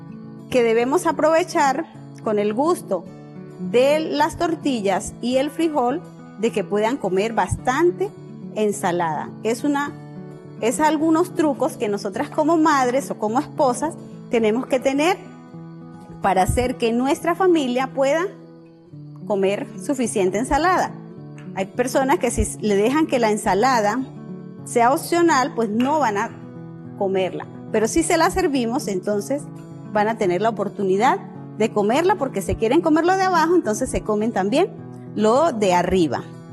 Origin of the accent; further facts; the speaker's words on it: Colombia; also born or lived in Venezuela; Como buena colombiana, con cultura venezolana